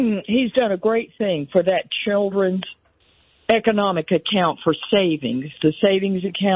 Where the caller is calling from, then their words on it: Asheville, North Carolina, United States; I'm from Asheville